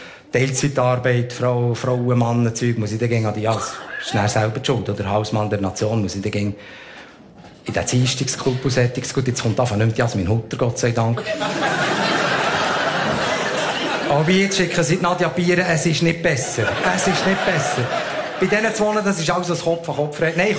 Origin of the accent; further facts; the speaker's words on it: Switzerland; Nein, Entschuldigung, aber bei uns in der Schweiz, ja, läuft darum eben der Geschlechterdiskurs auf einem tieferen Niveau ab.